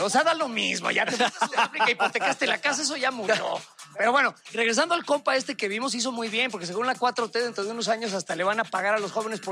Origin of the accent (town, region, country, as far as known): Mexico